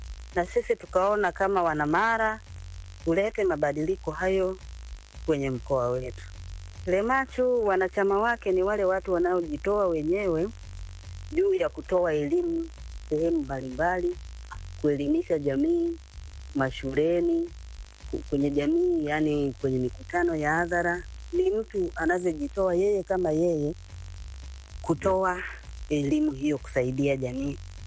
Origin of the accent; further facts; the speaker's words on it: Serengeti, Mara, Tanzania; natokea mkoa wa Mara, wilaya Serengeti